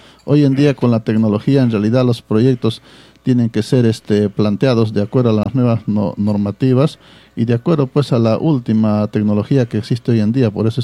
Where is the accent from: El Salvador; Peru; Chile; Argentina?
Peru; Villa Rica, Pasco; los tres candidatos somos prácticamente de Villarrica